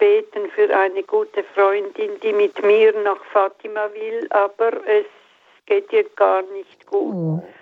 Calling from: Bourgogne-Franche-Comté, France; aus dem Südburgund.

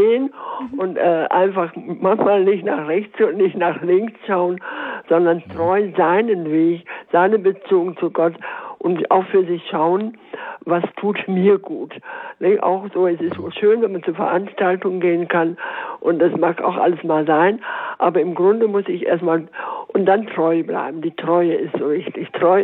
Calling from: Nordwalde, North Rhine-Westphalia, Germany; ich rufe aus Nordwalde an. Das liegt im Bistum Münster.

